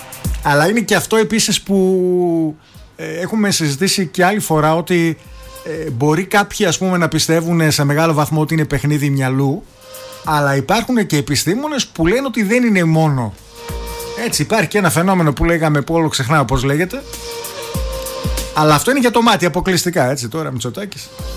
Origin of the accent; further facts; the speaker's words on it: Greece; Ως Έλληνες είμαστε αρκετά, έτσι, αρκετά ψηλά σε αυτά.